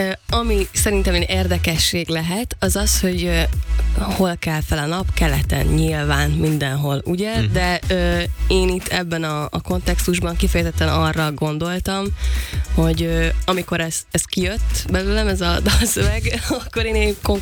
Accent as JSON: {"language": "Hungarian", "town": "Zsámbék", "region": "Pest", "country": "Hungary", "tie": "born or raised there", "said": "Egyébként én is Zsámbékon nőttem föl"}